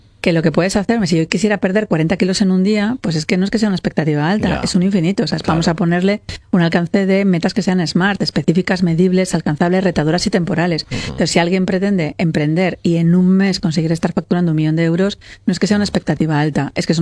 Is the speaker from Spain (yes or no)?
yes; Valladolid, Castile and León, Spain; A mí me gusta mucho mi tierra, me gusta mucho poder estar aquí, la gente que somos de aquí